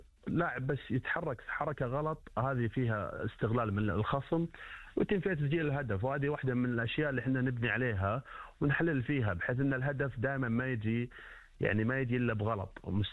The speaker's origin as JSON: {"language": "Arabic", "country": "Saudi Arabia", "said": "عندنا في المملكة العربية السعودية"}